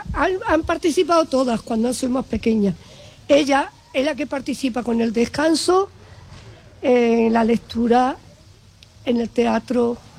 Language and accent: Spanish; Seville, Andalusia, Spain; now in Viator, Spain; 44 años adoptada. Soy sevillana.